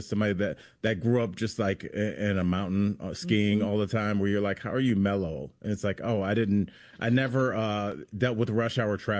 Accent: Cleveland, Ohio, United States

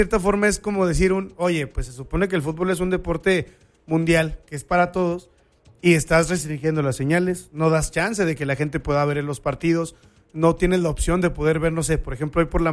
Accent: Mexico; uno como mexicano

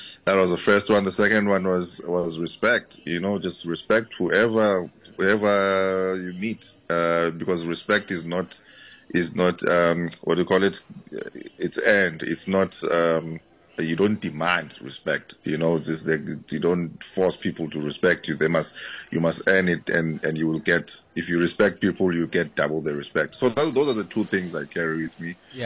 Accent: South Africa

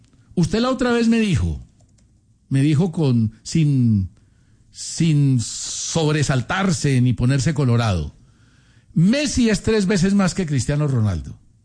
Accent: Colombia; yo como hincha de Santa Fe, o simplemente como colombiano

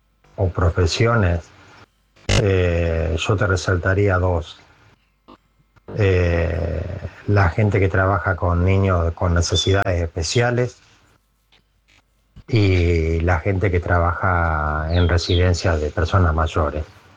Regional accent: Rosario, Santa Fe, Argentina; moved away as an adult; now in Almería, Spain; el rosarino que está aquí en Almería, en España.

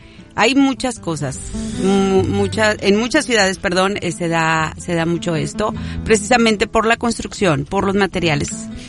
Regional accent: Zaragoza, Coahuila, Mexico; moved away; hay en mi pueblo tornados. No uno, no dos, tres.

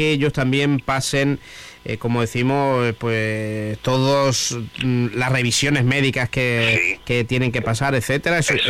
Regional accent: Extremadura, Spain; nosotros venimos de Extremadura, que hace calor

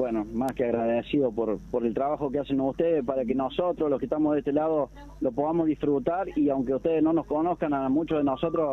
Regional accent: Santa Ana, Córdoba, Argentina; Soy camionero, soy de Altagracia, soy en realidad de Santa Ana, camino a Altagracia.

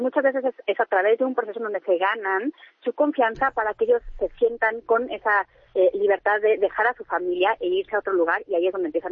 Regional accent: Mexico; estamos súper emocionados como mexicanos

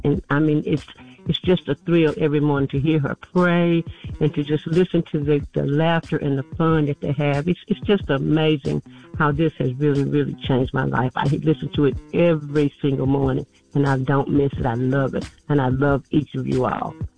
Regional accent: Mobile, Alabama, United States; Good morning. … I'm from Mobile, Alabama.

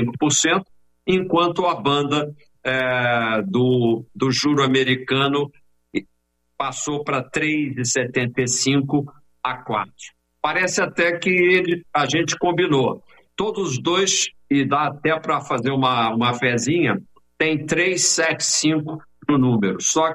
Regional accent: Brazil

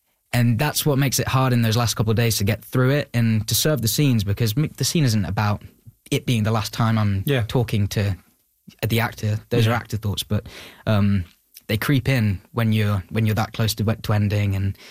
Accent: Beverly, Yorkshire and the Humber, United Kingdom; My hometown. Beverly, we're kind of in between Beverly, Pocklington, York, in Yorkshire.

